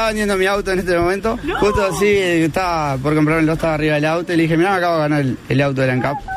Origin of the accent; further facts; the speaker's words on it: Colonia, Uruguay; Sí, acá en Los Nogales, trabajo en la empresa de la Nix, acá de Colicar, vivo acá en Los Nogales